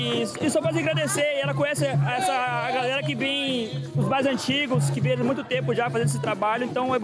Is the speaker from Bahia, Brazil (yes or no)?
yes; Caravelas, Bahia, Brazil; Eu sou de Carabelas, Bahia.